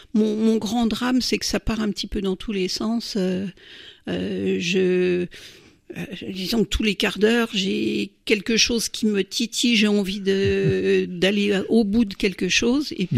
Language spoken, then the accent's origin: French; Briey, Grand Est, France; born there; je suis né à Briey d'un papa qui était né dans les Vosges